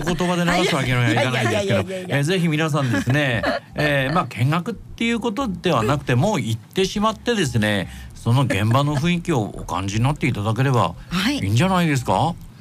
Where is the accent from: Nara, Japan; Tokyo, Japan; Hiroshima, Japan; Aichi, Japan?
Tokyo, Japan; Fussa; 僕もフッサ育ちですから